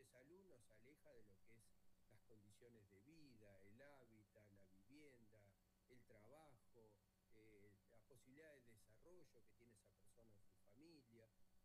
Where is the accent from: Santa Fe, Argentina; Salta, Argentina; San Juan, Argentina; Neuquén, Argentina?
Neuquén, Argentina; quienes vivimos mayor parte de nuestra vida en territorio mapuche